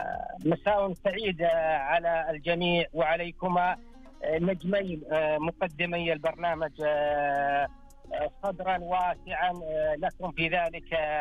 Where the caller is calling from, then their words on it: Saudi Arabia; بلادنا المملكة العربية السعودية بلاد الحرمين